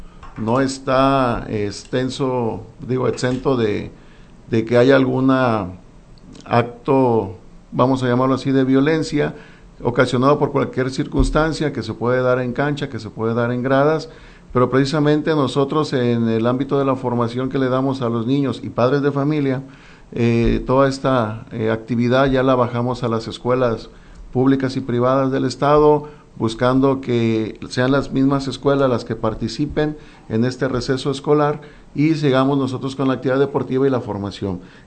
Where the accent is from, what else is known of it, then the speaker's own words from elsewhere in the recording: Santiago Ixcuintla, Nayarit, Mexico; now in Tepic, Mexico; Sí, pues yo soy nuevo aquí en Tepic, ¿no? Yo soy de Santiago Escuintla, no conocía en la edad infantil el torneo